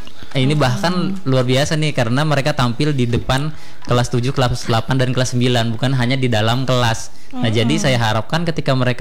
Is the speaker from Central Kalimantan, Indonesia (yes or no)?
yes; Palangkaraya, Central Kalimantan, Indonesia; Iya, lahir dan besar di Kota Palangkaraya.